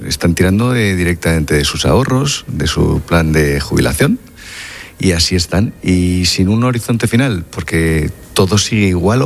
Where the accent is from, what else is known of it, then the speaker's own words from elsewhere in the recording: Madrid, Community of Madrid, Spain; now in Ceuta, Spain; Es verdad que yo soy madrileño, que llevo 25 años aquí, pero yo soy caballa.